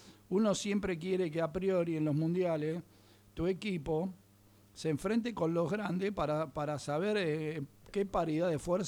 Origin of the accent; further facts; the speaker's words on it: Argentina; porque somos argentinos.